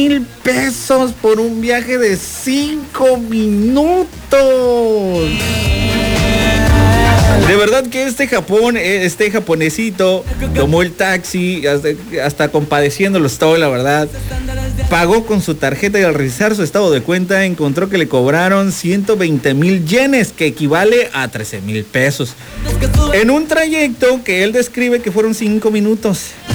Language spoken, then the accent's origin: Spanish; Mexico; nos va a dejar mal a todos nosotros como mexicanos